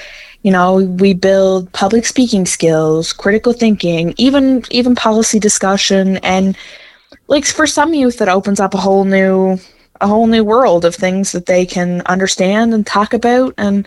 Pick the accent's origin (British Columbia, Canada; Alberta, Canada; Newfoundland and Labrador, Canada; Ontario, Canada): Newfoundland and Labrador, Canada; So I grew up, I was like born and raised in Labrador West.